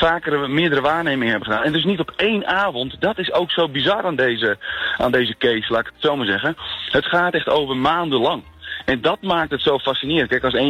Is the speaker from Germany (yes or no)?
no; Friesland, Netherlands; Nou ja, om als Fries, dan mede Friese te spreken.